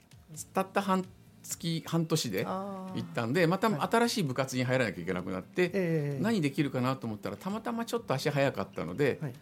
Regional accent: Sapporo, Hokkaido, Japan; moved away as an adult; also born or lived in Tokyo; 私は生まれも育ちも札幌なんですけども、大学卒業後に就職先の本社が東京だったので、そちらに行ってから10年間東京におりました。で、どうしても地元に戻りたくて、戻ってきた

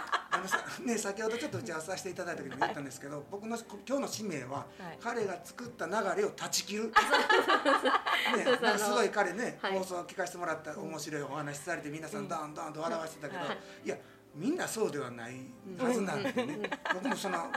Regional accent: Nara, Japan; moved away as an adult; 僕出身は奈良なんですね、うんうん、でやっぱり田舎から出てるんで

